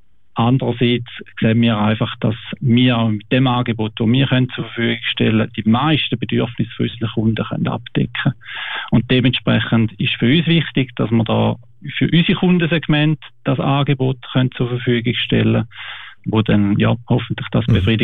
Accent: Wilchingen, Schaffhausen, Switzerland; Mein Vater ist von Helsinki. Schon lange aber in der Schweiz und meine Mutter ist von Wilchingen. Wir sind in Wilchingen aufgewachsen.

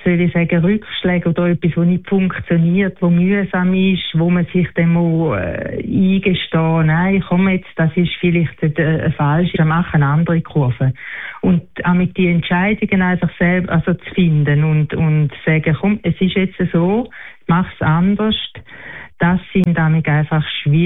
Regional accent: Dachsen, Zurich, Switzerland; now in Schaffhausen, Switzerland; Ich bin noch nicht in Schaffhausen, ich komme ja von Dachsen, ich bin noch nicht in Schaffhausen ganz angekommen. Ich bin erst 4 Monate

